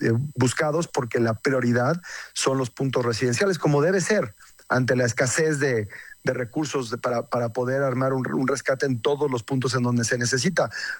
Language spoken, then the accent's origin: Spanish; Mexico; Como mexicano, estar en medio de de una zona de desastre provocada por un terremoto, pues es recordar muchísimas cosas